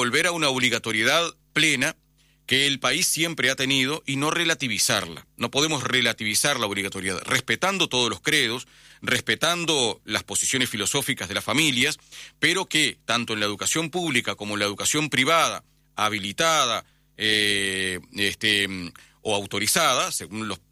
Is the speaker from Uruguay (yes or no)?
yes; Uruguay; yo mismo soy del interior.